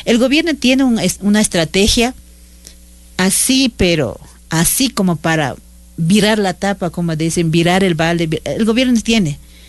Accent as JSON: {"language": "Spanish", "country": "Ecuador", "said": "deben entender mi pueblo Borane, no solamente decidió como pueblo Borane, sino más bien decidió el Ecuador entero. 18 millones que habitamos, que vivimos en el Ecuador, decidió que no más."}